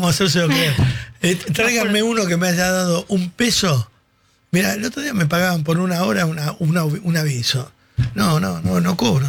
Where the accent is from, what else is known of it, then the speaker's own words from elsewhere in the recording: Argentina; Yo soy un argentino más